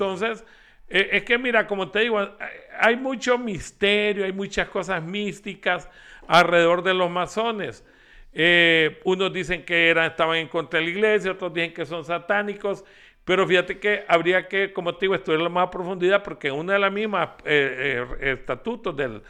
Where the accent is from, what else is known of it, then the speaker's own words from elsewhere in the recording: Honduras; now in Tegucigalpa, Honduras; somos todos aquí hondureños, ciudadanos y ciudadanos de aquí de Tegucigalpa, habitantes de Tegucigalpa.